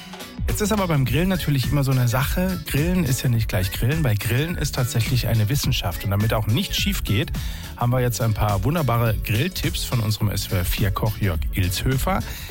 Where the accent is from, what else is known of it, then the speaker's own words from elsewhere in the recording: Freiburg, Baden-Württemberg, Germany; Ja, als Freiburger kann ich sagen, so eine Münsterwurst, die gehört für mich auch immer mit dazu.